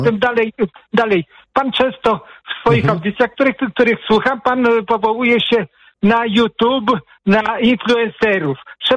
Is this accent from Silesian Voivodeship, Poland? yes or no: no; Płock, Masovian Voivodeship, Poland; Ja panu powiem, ja jestem z Płocka, w Płocku, wie pan, jest taki wielki zakład